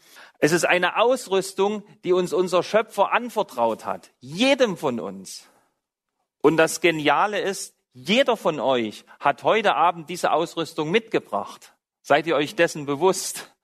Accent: Saxony, Germany; hatte euch erzählt, dass ich aus Sachsen komme, dort bin ich aufgewachsen.

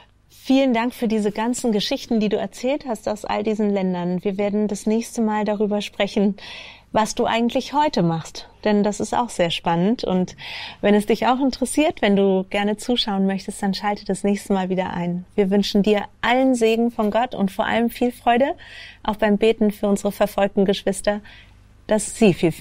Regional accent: Germany

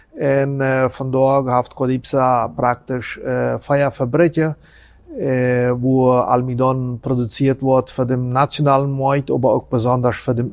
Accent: Friesland, San Pedro, Paraguay; also born or lived in Chaco; Also ich komme ursprünglich aus Friesland.

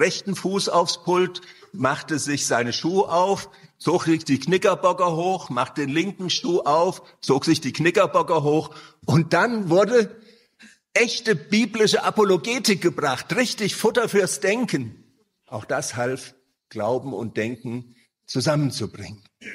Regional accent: Hesse, Germany; Vor einigen Monaten starb ein Freund aus Kinderzeiten in meinem Heimatort in Osthessen.

